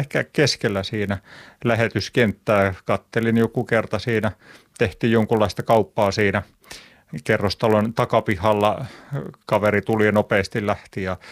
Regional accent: Ulvila, Satakunta, Finland; moved away; itse olen lähtöisin Ulvilasta

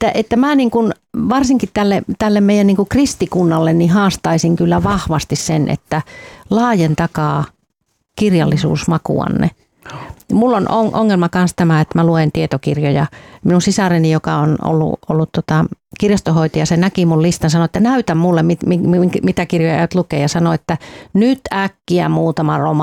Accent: Helsinki, Uusimaa, Finland; mä aina olen helsinkiläinen.

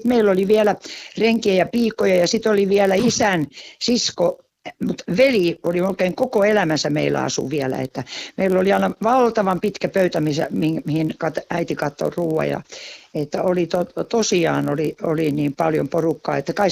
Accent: Jokioinen, Tavastia Proper, Finland; now in Tammela, Finland; Jokioisilla mä synnyn ison maalaistalon. 9. lapsena

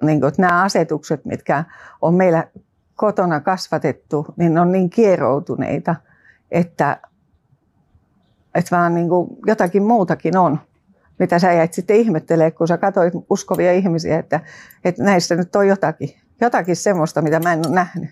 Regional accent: Lahti, Päijät-Häme, Finland; now in Tampere, Finland; Mä oon Tampereelta. Kotoisin Lahdesta. Tai mun vanhemmat ja veljet ja siskot asuu siellä. Ja mä oon asunut Tampereella parikymmentä vuotta.

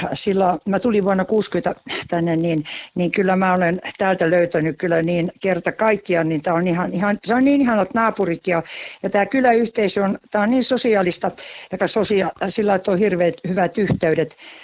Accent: Jokioinen, Tavastia Proper, Finland; born there; Jokioisilla mä synnyn iso maalaistaloon. 9. lapsena isä oli sodassa Karhumäessä taistelemassa, kun mä synnyin

